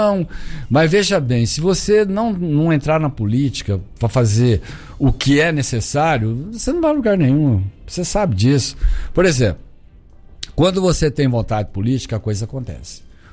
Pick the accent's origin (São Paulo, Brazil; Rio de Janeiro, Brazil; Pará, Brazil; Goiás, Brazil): Goiás, Brazil; Goiânia; born there; eu nasci em Goiânia, sou goiano, fiz universidade aqui em Goiás, na Universidade Federal de Goiás